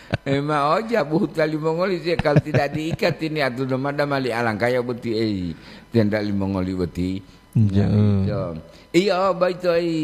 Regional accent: Gorontalo, Indonesia; saya jawab tadi Gorontalo. Saya asli Gorontalo.

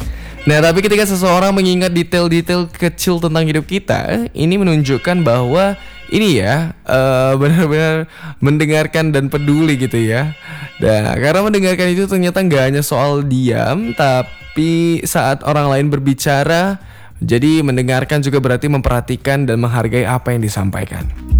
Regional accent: Medan, North Sumatra, Indonesia; moved away; daerah aku di Medan

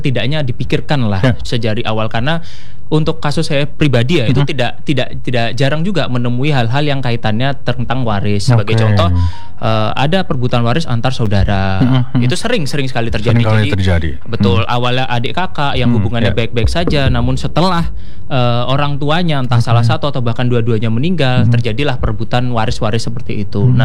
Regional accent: Java, Indonesia; saya kan kebetulan Jawa nih

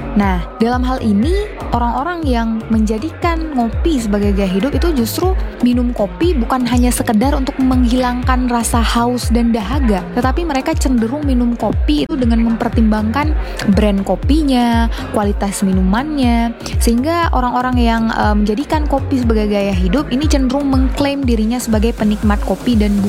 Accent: Aceh, Indonesia; Dari perspektif sosiologi itu justru perilaku minum kopi di masyarakat kita Aceh sebenarnya bisa dijelaskan banyak dari beragam sudut pandang.

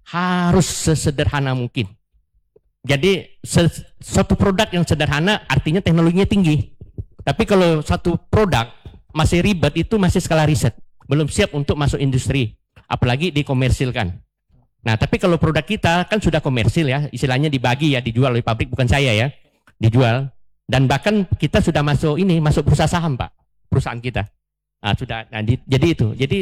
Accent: West Kalimantan, Indonesia; saya sebagai masyarakat diundang bagian dari Kalbar ya, putra daerah

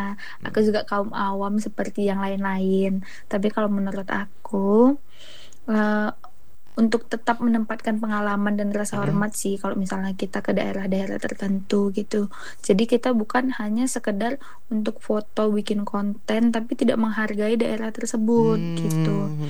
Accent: Medan, North Sumatra, Indonesia; aku orang Medan, dengan tradisiku aja aku kayak sangat menghargai tradisiku.

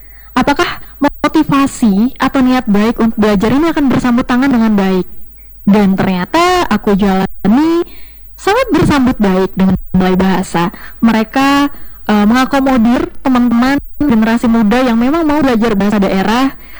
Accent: Palangkaraya, Central Kalimantan, Indonesia; Aku tuh lahir di Palangkaraya, asli Kalimantan Tengah.

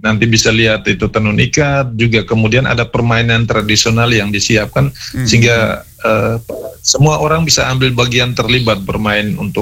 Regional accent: East Nusa Tenggara, Indonesia; Kami anak-anak Ngela, para musalaki

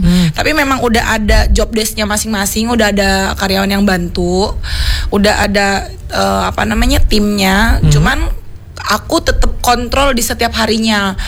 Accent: Kota Agung, Lampung, Indonesia; moved away; aku nih kan perantau dari Kota Agung, kabupaten kecil kan.

